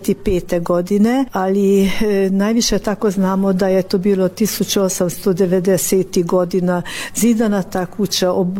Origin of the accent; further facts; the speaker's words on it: Lakócsa, Somogy, Hungary; kod nas u Lukovišću